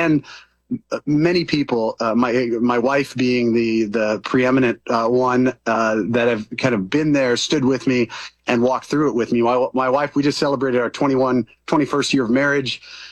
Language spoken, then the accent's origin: English; California, United States; I'm in California, where I grew up in the Sierra Nevada mountains before the state went to hell.